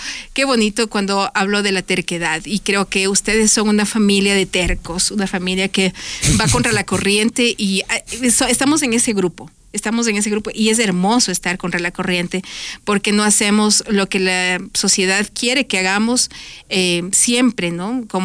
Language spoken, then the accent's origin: Spanish; Ecuador; No vende, ¿qué quiere vender? Exacto. Así, se así somos